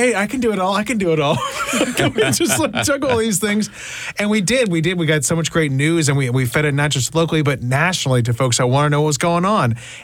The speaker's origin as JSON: {"language": "English", "region": "South Carolina", "country": "United States", "said": "I'm like, oh, I'm from South Carolina. Like, I'm not some consultant."}